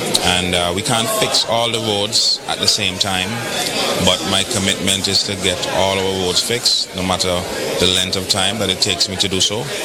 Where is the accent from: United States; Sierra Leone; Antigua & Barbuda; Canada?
Antigua & Barbuda; Saint John; I'm from All Saints West. I was born, raised in All Saints West.